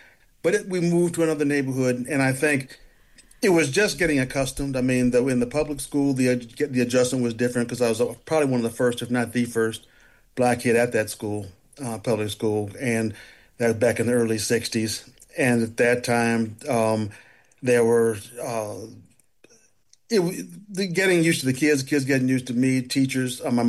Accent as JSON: {"language": "English", "town": "Denver", "region": "Colorado", "country": "United States", "tie": "born or raised there", "moved": "yes", "lives_now": "Michigan, United States", "said": "growing up in Denver, Denver's about as white as Detroit is black. Right now, about 9% black. But without delving into statistics, we were in a predominantly black neighborhood until we moved when I was about 6 years old."}